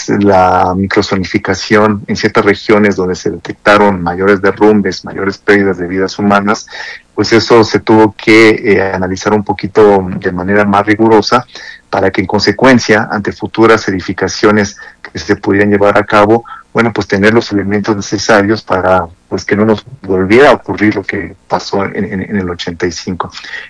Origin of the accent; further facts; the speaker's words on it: Mexico; en mi país, en México